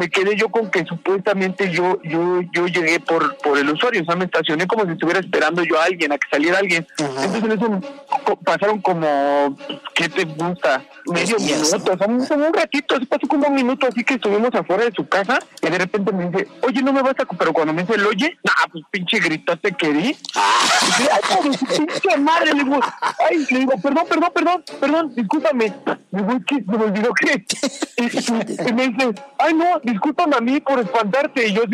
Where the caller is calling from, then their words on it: Mexico City, Mexico; Aquí andamos de Iztapalapa.